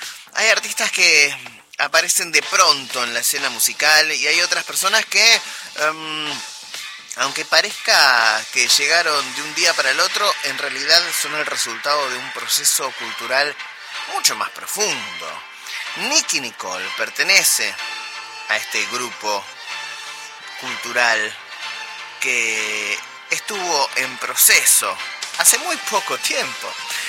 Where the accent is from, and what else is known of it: Argentina